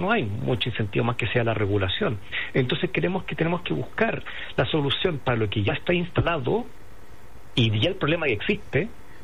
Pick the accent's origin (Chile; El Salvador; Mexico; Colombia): Chile; Iquique, Tarapacá; yo soy de Iquique